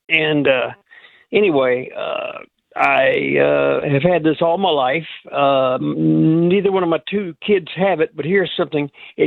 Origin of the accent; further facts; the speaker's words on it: Beaufort, South Carolina, United States; growing up in Beaufort, South Carolina, which is a Marine Corps town